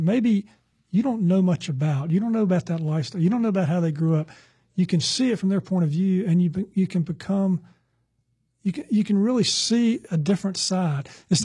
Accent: Chapel Hill, North Carolina, United States; born there; I was born in Chapel Hill, lived here 1 year.

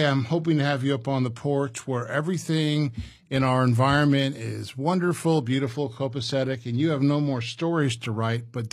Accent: Indiana, United States; I grew up in Indiana like you did, and I had friends, families who had farms

